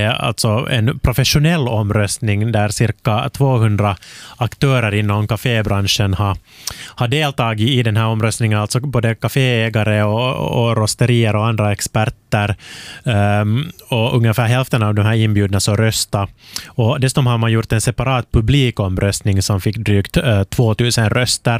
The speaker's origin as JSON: {"language": "Swedish", "town": "Porvoo", "region": "Uusimaa", "country": "Finland", "tie": "born or raised there", "said": "Jag blev lite förvånad över att min hemstad, alltså Borgå, inte fanns med här"}